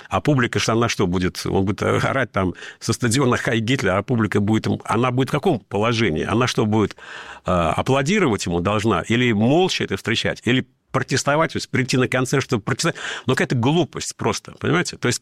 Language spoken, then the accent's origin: Russian; Dagestan, Russia; В России я дагестанец, а в мире я русский.